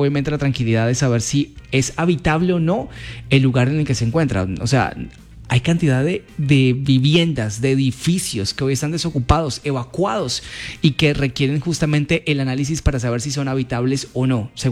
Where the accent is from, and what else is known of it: Cali, Valle del Cauca, Colombia